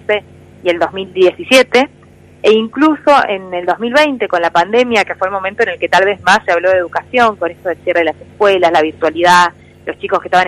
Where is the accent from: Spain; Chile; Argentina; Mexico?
Argentina; a nosotros como argentinos no nos sorprende